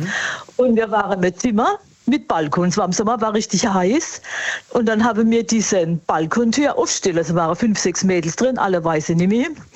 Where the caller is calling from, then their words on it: Bad Schönborn, Baden-Württemberg, Germany; Aus Bad Schönborn. Wir haben schon öfters telefoniert.